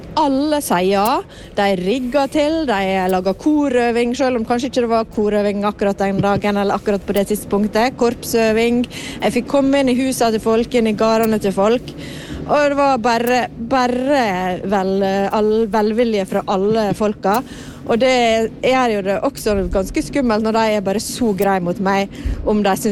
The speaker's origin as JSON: {"language": "Norwegian", "region": "Møre og Romsdal", "country": "Norway", "tie": "born or raised there", "moved": "yes", "lives_now": "Bergen, Norway", "said": "jeg har vært i heimbygda mi, Folkestad. Jeg har jo ikke bytt i denne bygda på nesten 30 år"}